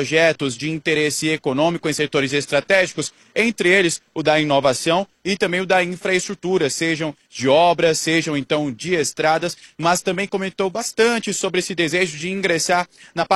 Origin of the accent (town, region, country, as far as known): Roraima, Brazil